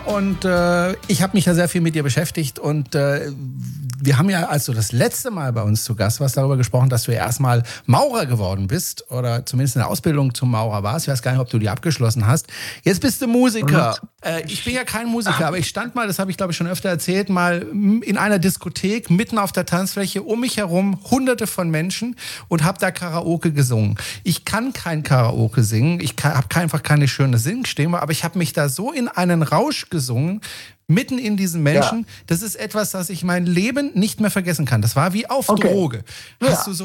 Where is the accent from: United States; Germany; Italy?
Germany; Freiburg, Baden-Württemberg; Ja, ich komme ja aus Freiburg